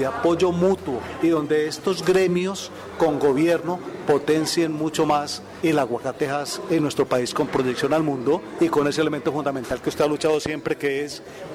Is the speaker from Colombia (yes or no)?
yes; Colombia; Quedó muy bonita. Soy colombiano.